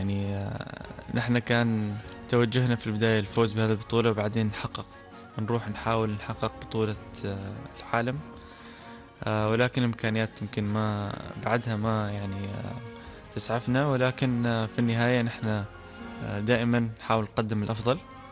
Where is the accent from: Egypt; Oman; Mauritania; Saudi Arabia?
Oman; كأول عماني يفوز في جولة من بطولة الشرق الأوسط في سلطنة عمان، كنت أنا أول عماني يفوز فيها